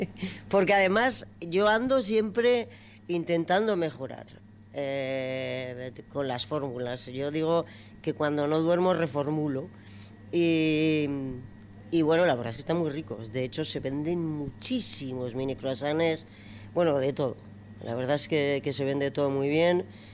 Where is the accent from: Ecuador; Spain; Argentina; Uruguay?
Spain; Navarre; moved away as an adult; now in Vitoria, Spain; yo estoy en Vitoria desde los 20 años. Sí, bueno, soy navarra, pero bueno, soy vitoriana. Llevo más tiempo viviendo en Vitoria que en mi pueblo, aunque tengo ahí la casa